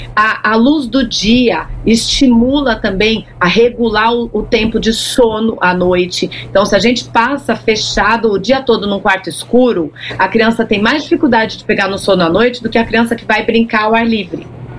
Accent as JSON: {"language": "Portuguese", "country": "Brazil", "said": "A gente aqui, como brasileiro"}